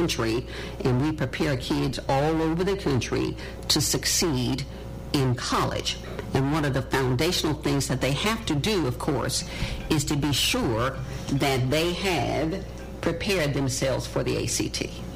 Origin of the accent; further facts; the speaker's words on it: Forest City, Arkansas, United States; Yes, and I grew up in Forest City. Mm-hmm. I was a child of educators.